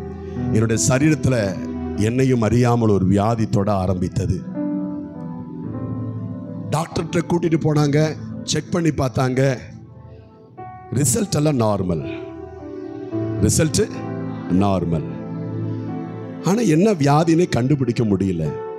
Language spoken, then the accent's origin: Tamil; Kerala, India; என்னுடைய சொந்த ஊர் கேரளா, பக்கத்தில் இருக்குதான ஒரு சின்ன ஊர் கிராமம்